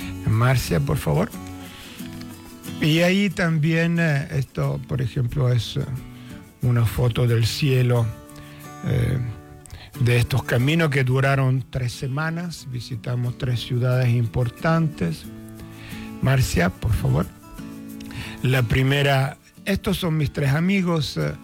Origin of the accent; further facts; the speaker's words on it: Inverigo, Lombardy, Italy; moved away; also born or lived in Milan; Yo, si bien nacido en Milán, la gran ciudad, pero a los 7 años con mi familia nos hemos trasladado en Inverigo a 30 kilómetros al norte, cerca del lago de Como. Y es un pequeño pueblo rural de unos 10.000 habitantes.